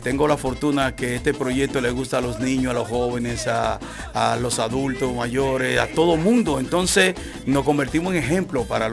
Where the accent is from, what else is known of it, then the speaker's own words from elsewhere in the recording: Dominican Republic; now in Mexico; yo me siento tan mexicano que en Dominicana … soy dominicano.